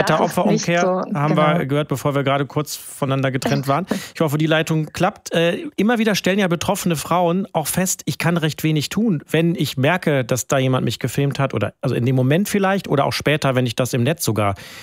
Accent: Rhineland, Germany; Für mich als Rheinländer

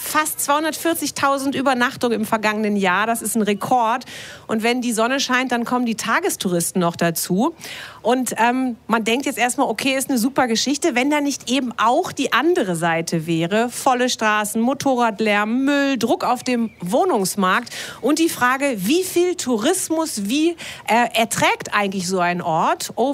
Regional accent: North Rhine-Westphalia, Germany; born there; now in Cologne, Germany

